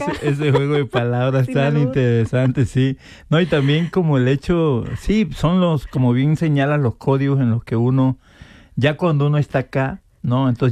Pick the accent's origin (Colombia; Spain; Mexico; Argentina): Mexico; Paraíso, Tabasco; Porque yo soy tabasqueño, soy de Paraíso, Tabasco.